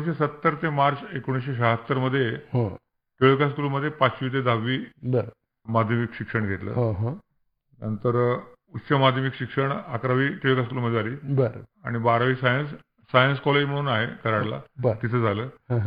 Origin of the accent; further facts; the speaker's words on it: Karad, Maharashtra, India; माझं बालपण कराडच्या 400 समोर पेठेतील पुसाळकरवाड्यामध्ये गेलं.